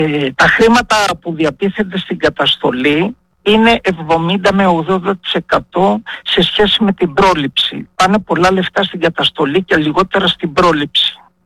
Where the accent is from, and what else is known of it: Epirus, Greece